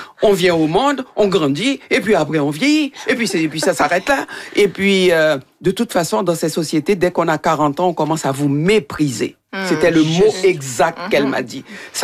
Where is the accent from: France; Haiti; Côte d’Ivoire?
Haiti; moved away; Ça fait longtemps que j'ai quitté Haïti.